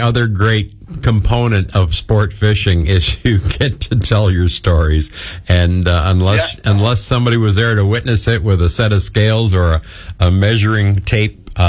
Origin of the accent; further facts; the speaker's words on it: Gananoque, Ontario, Canada; I grew up in Gananoque, Ontario, and of course along the St. Lawrence